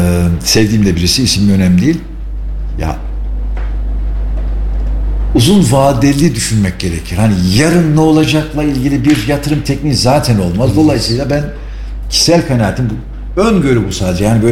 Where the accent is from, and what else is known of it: Felahiye, Kayseri, Turkey